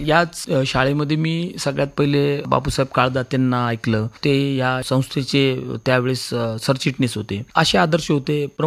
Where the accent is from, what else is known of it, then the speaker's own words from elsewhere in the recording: Chhatrapati Sambhajinagar, Maharashtra, India; माझं सगळं बालपण या छत्रपती संभाजीनगर मध्ये गेलं आणि जवळपास जुन्या गावामध्ये, ज्याला तुम्ही गुलमंडी, राजा बाजार, समर्थनगर अशा ठिकाणी माझं बालपण गेलं. आणि तिथंच माझी जी शाळा होती ती सरस्वती भुवन, ही शाळा